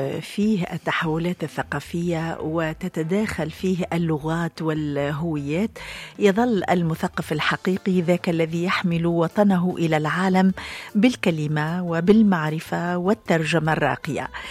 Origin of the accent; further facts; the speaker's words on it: Tunisia; مبارك هذا التتويج دكتور، ونفخر به جميعا كتونسيين.